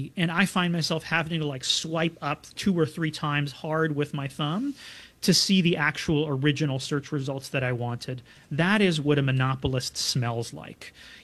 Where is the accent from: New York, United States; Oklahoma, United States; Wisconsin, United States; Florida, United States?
New York, United States; Binghamton; You know, Josh Riley up in my hometown of Binghamton, New York